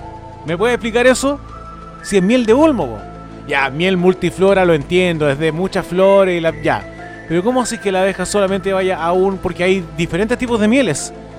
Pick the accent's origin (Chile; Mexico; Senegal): Chile; Talca, Maule; now in Viña del Mar, Chile; cuando voy a mi ciudad natal, en el CREA